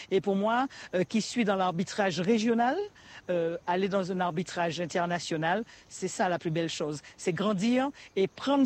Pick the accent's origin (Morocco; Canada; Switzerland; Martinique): Martinique; Fort-de-France; Je suis née ici à Balata, j'ai grandi ici, j'étais à l'école ici.